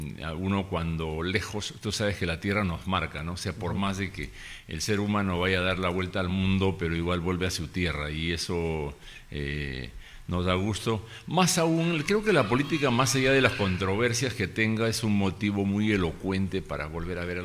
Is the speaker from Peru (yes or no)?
yes; Cajaruro, Amazonas, Peru